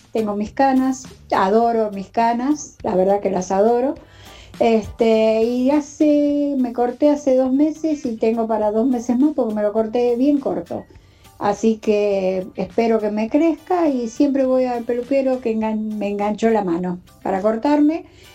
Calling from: Ramos Mejía, Buenos Aires Province, Argentina; soy de Ramos.

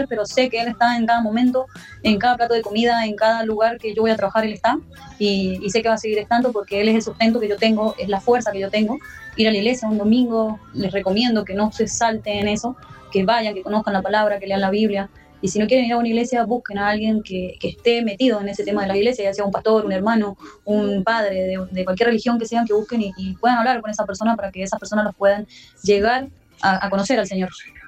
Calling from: San Juan, Argentina; Yo soy una mamá soltera que estoy viviendo sola, alquilo con mis 4 hijos, soy de San Juan

